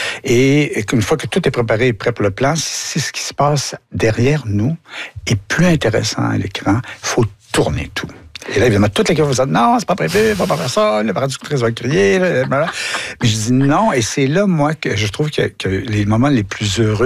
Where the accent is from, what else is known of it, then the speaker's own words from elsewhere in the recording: Quebec, Canada; suis tellement fier d'aller travailler à Stratford en Ontario, dans un festival Shakespeare, et montrer en tant que Québécois ce que les mots veulent dire